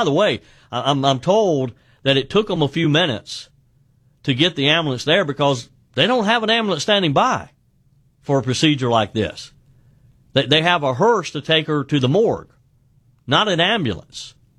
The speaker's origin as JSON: {"language": "English", "region": "South Carolina", "country": "United States", "said": "Tracy says the cost to house an inmate in my home state of South Carolina is about $62 a day, or just over $22,000 a year."}